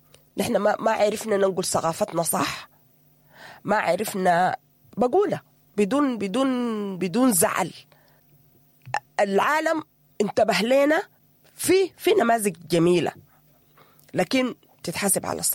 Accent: Sudan

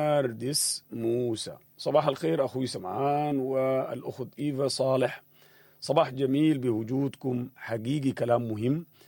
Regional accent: Sudan; نحن كسودانيين

